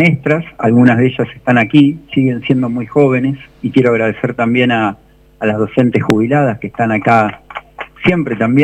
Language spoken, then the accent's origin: Spanish; Argentina; patria somos los argentinos y las argentinas